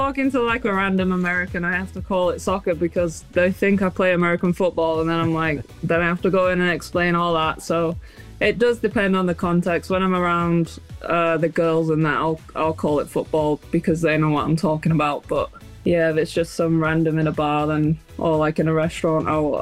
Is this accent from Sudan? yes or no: no; England, United Kingdom; now in Orlando, United States; obviously I'm English, so I'm gonna say England are gonna win it.